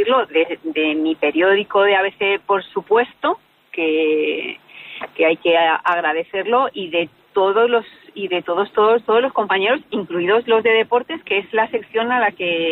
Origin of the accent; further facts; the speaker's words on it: Fuente-Álamo, Castilla-La Mancha, Spain; now in Madrid, Spain; Además, soy de Albacete, pero es que además yo vivo al lado del Santiago Bernabéu